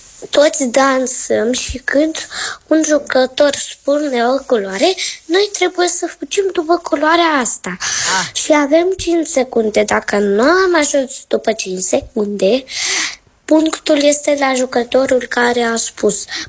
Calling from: Ploiești, Prahova, Romania; din Ploiești, am 8 ani

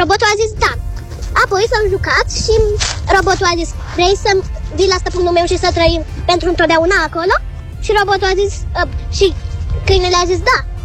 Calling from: Bucharest, Romania; din București, am 5 ani.

